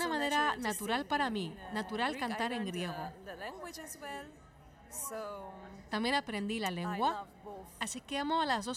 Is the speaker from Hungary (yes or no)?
yes; Hungary; Spanish is a second language; Antes de nada, yo soy húngara. Nací en Hungría, mis padres son húngaros.